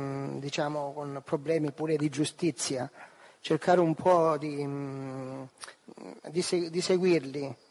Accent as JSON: {"language": "Italian", "region": "Calabria", "country": "Italy", "said": "vengo dalla Calabria."}